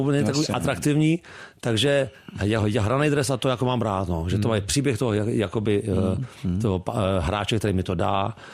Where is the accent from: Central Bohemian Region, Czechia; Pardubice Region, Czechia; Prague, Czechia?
Prague, Czechia; A narodil jsem se na Bojišti, Praha 2. Celý život jsem jako v Praze.